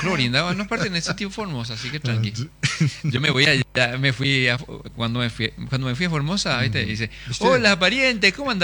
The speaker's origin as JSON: {"language": "Spanish", "country": "Paraguay", "said": "soy paraguayo. Pero no hablo como paraguayo."}